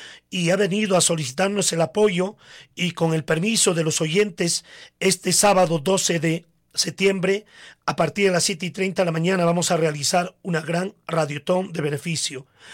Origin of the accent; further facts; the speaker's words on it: Pinagua, Ayacucho, Peru; a mi pueblo de Pinagua